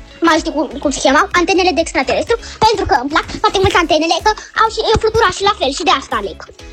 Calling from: Iași, Iași County, Romania; din Iași, am 5 ani

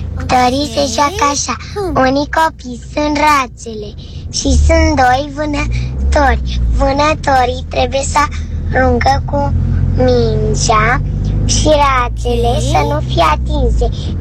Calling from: Bucharest, Romania; din București și am 6 ani.

